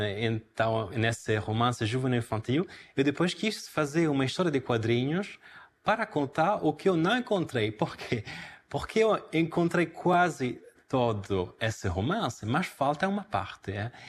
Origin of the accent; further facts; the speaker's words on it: Italy; moved away; also born or lived in France; eu sou italiano de origem, eu depois viajei e estudei na França